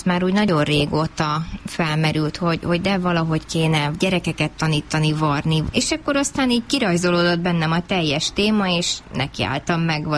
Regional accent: Pincehely, Tolna, Hungary; Mert én viszont Tolna megye Pincehelyről származom

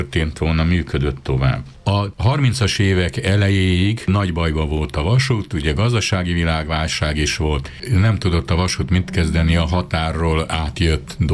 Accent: Western Transdanubia, Hungary; az én szülőföldemnek a vasútvonal az a Pápa-Csornai vasútvonal.

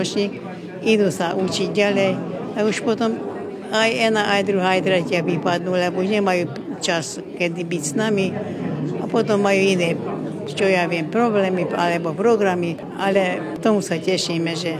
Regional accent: Békés, Hungary; accent: Čaba Slovak dialect; Tak je to tak, že celkom blízo aj ten jazyk je taký ako náš, tu čabianský.

